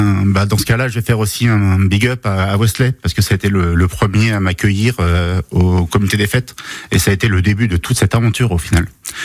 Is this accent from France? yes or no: yes; Île-de-France, France; moved away as an adult; also born or lived in Spain; now in Lozère, France; Donc moi, je suis un fils d'immigré. Ma famille est atterrie dans la région parisienne dans les années 50. Je me suis jamais forcément trouvé à ma place dans cette région parisienne. J'ai décidé de rentrer chez moi en Espagne pendant 15 ans.